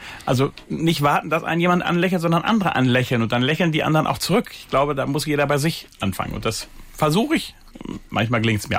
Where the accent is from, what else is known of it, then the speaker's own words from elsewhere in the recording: Germany; Ich bin ja auch Deutscher und uns Deutschen gelingt das ja nicht immer so gut.